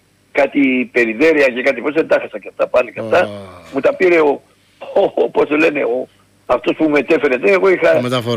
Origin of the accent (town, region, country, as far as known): Greece